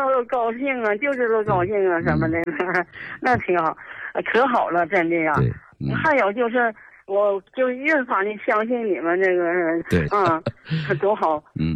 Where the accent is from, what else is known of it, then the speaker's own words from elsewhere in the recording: Shenyang, Liaoning, China; 我是沈阳的一个老太太